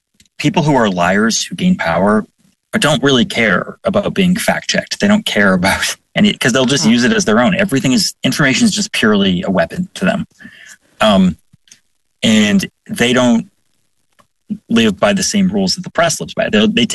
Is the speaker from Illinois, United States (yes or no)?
yes; Chicago, Illinois, United States; I'm from Chicago. We got the bejesus beaten us out of us by people.